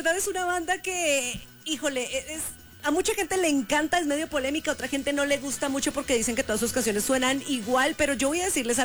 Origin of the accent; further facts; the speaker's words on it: Colombia; Yo dije, somos colombianos